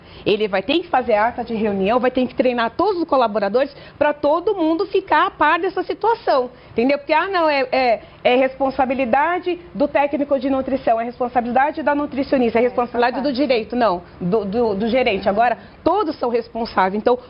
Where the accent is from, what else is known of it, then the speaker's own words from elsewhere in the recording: Taboão da Serra, São Paulo, Brazil; Eu sou do Taboão da Serra, né?